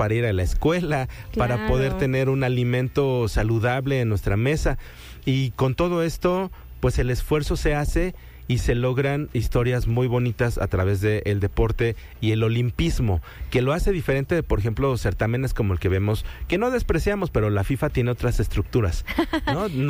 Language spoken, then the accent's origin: Spanish; Mexico; como mexicanos tenemos esas características